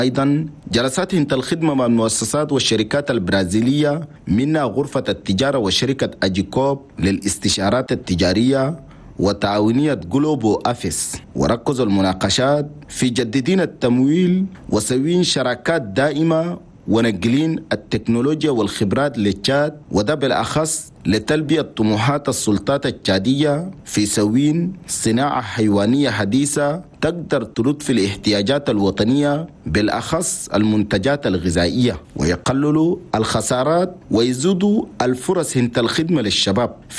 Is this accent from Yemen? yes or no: no; Chad; بلدنا تشاد